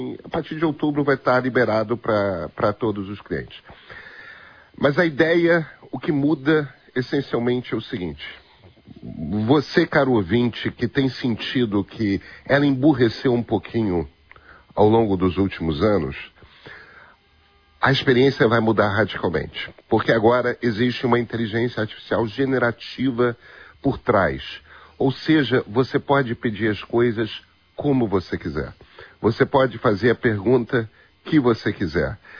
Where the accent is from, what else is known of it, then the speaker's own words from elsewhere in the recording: Rio de Janeiro, Brazil; Eu sou carioca, gente.